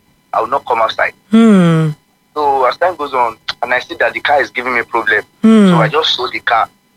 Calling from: Nigeria; from Soka.

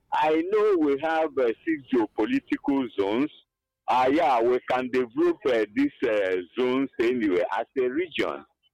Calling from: Enugu, Enugu State, Nigeria; I come from Enugu.

